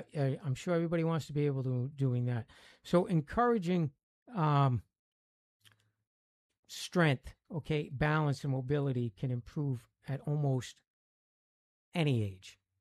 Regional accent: Rhode Island, United States; accent: Rhode Island; Most of the time people just make fun of me because of my Rhode Island accent.

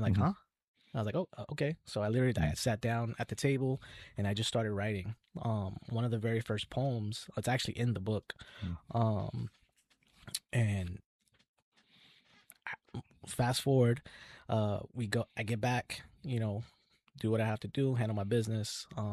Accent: New York City, New York, United States; I grew up in the Bronx

